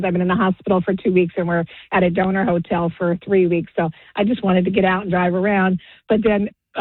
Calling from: Jackson, New Jersey, United States; Well, usually I'm from Jackson, New Jersey

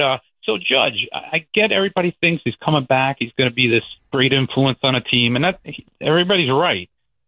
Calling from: United States; So I'm from New York. I was back in, now I'm 54.

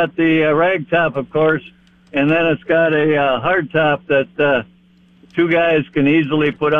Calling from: Sioux Falls, South Dakota, United States; from Sioux Falls.

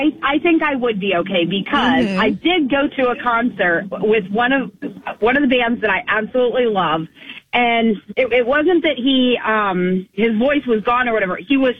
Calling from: Moncks Corner, South Carolina, United States; I'm calling from Monk's Corner.

